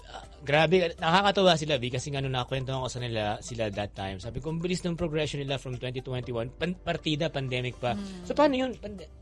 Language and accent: Tagalog; Valenzuela, Metro Manila, Philippines; Of course, these guys come from my hometown, ha? Taga Marulas, Valenzuela, itong mga to.